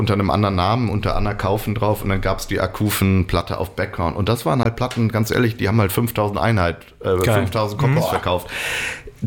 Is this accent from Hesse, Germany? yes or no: no; Bochum, North Rhine-Westphalia, Germany; also born or lived in Düsseldorf; Genau, ich bin in Düsseldorf geboren, dann aber im Ruhrgebiet groß geworden und dann, in Bochum.